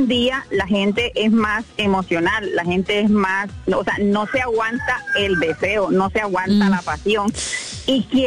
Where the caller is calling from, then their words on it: San Pelayo, Córdoba, Colombia; Yo estoy en San Pelayo, Córdoba.